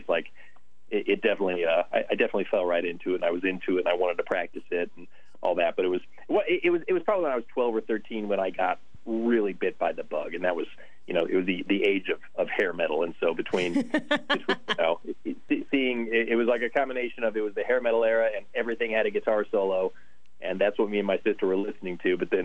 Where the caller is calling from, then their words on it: Mount Juliet, Tennessee, United States; I'm in my house in beautiful Mount Juliet, Tennessee, just outside of Nashville, out in the suburbs.